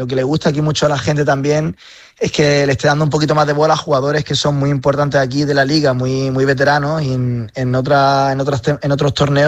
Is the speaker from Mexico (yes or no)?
no; Spain; Es verdad que la forma de ser de la gente no tiene nada que ver a lo mejor con cómo somos los españoles